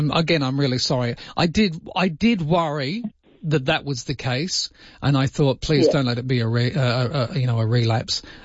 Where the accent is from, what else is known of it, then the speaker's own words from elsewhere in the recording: Scotland, United Kingdom; as you know, I'm Scottish, and I'm currently at Wimbledon